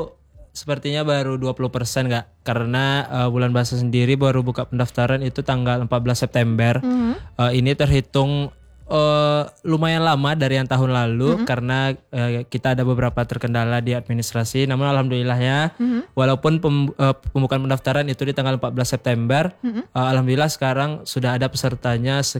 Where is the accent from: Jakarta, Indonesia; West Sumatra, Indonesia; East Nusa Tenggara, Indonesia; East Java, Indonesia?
West Sumatra, Indonesia; Dan kebetulan saya orang Minang.